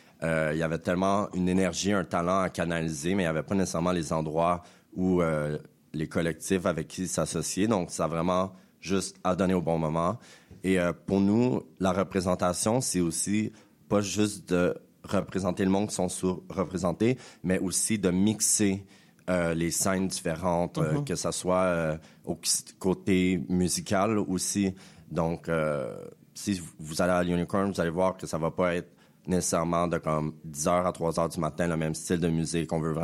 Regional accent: Deux-Montagnes, Quebec, Canada; moved away as an adult; now in Montreal, Canada; J'ai 33 ans. Je viens de Deux-Montagne, mais ça fait 17 ans que j'habite à Montréal, donc je me considère Montréalais.

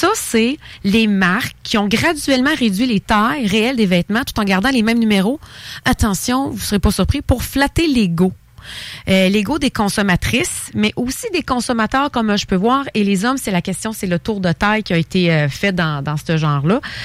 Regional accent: Thetford Mines, Quebec, Canada; Moi, je viens de Tetford Mines.

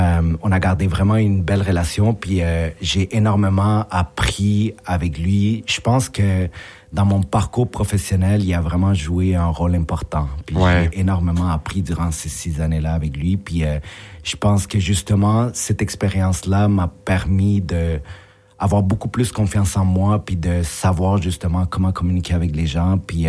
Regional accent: Bogota, Bogotá, Colombia; French is a second language; donc je suis né à Bogota, la capitale de Colombie. Mm-hmm. J'ai grandi dans une maison avec ma mère, son frère, sa sœur et ma grand-mère.

